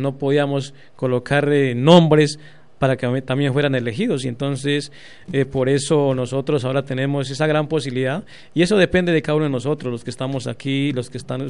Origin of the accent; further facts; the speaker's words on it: Colombia; nosotros también somos colombianos, nosotros también tenemos derechos y también tenemos oportunidades